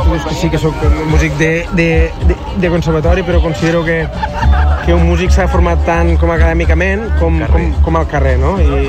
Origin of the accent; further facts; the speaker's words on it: Camarles, Catalonia, Spain; sóc un romàntic de les Terres de l'Ebre, sóc de Camarres, un poble molt petit d'allà